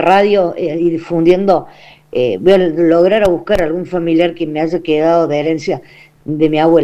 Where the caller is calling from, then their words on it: Alta Gracia, Córdoba, Argentina; vivo en Altagracia, provincia de Córdoba.